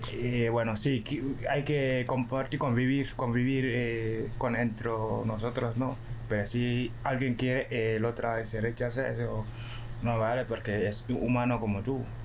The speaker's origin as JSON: {"language": "Spanish", "country": "Senegal", "lives_now": "Carcaboso, Spain", "said": "Y bueno, tengo 20 años, eso. Y vengo de Senegal."}